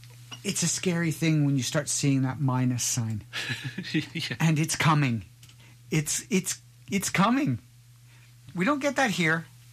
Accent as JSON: {"language": "English", "region": "Western Canada", "country": "Canada", "tie": "born or raised there", "moved": "yes", "said": "growing up in Western Canada"}